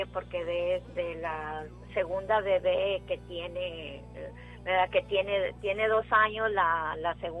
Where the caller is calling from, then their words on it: Edinburg, Texas, United States; De Erinburg